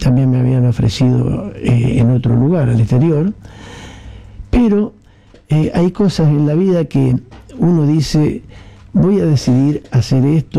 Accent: Laborde, Córdoba, Argentina; moved away as an adult; now in Casilda, Argentina; yo soy oriundo de Laborde. Mi papá nació en San Genaro y se trasladó a Laborde porque se había abierto el molino Feni y ahí consiguió trabajo y nací ahí.

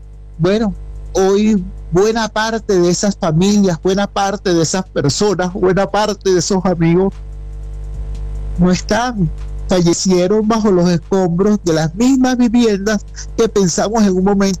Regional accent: Venezuela; como venezolano, como ciudadano

